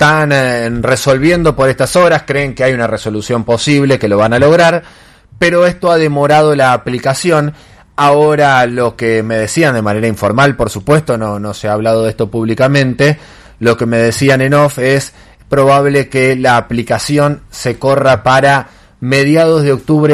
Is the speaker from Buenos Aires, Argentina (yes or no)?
no; Tostado, Santa Fe, Argentina; moved away; Y en Tostado, por ejemplo, ¿no? Que es el lugar de donde vengo.